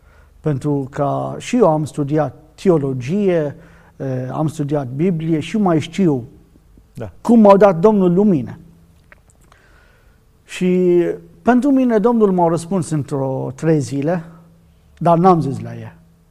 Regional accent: Iraq; first language Arabic; Romanian is a second language; moved away; eu sunt din Irak

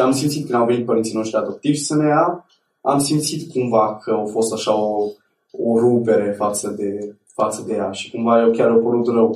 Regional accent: Mehedinți County, Romania; born there; Eu m-am născut în Turnul Severin, undeva pe lângă Turnul Severin, într-un sat.

